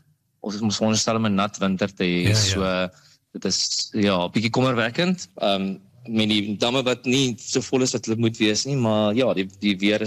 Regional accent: Hartbeespoort, North West, South Africa; moved away as an adult; also born or lived in Vredendaal / Pretoria; now in Durbanville, South Africa; die laaste 10 jaar terug hier in die Weskaap, in Durbanville in die Kaap. Ek is oorspronklik gebore in Vredendaal, maar meeste van my grootword en skool definitief daar in Hartbeespoort deurgebring.

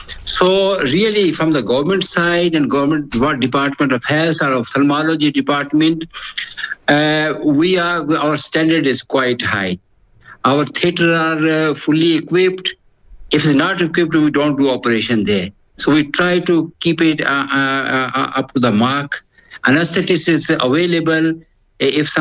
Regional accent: Pakistan; the decades, because I'm from Pakistan.

